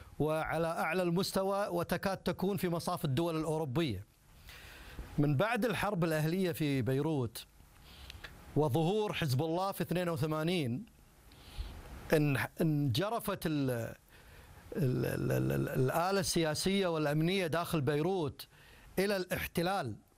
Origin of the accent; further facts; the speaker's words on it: Iraq; نعم من العراق أستاذ عدنان أستاذنا الفاضل